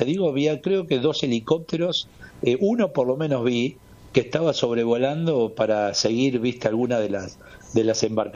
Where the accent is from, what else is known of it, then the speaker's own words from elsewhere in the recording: Argentina; now in Naples, Italy; cuando estás acá y te das cuenta que te escuchan que sos argentino